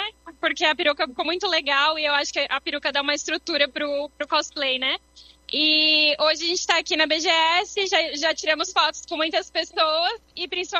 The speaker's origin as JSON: {"language": "Portuguese", "town": "Porto Alegre", "region": "Rio Grande do Sul", "country": "Brazil", "tie": "born or raised there", "said": "eu sou natural de Porto Alegre, minha primeira vez em São Paulo."}